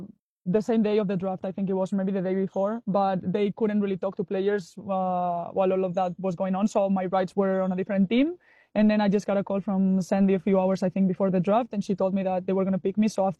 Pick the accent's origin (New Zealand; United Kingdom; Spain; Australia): Spain; Madrid, Community of Madrid; now in Toronto, California, United States; I'm from Madrid, so it's also, I'm from a big city.